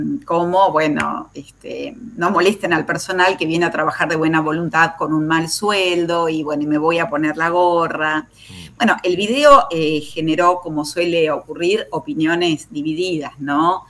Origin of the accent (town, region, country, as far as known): Argentina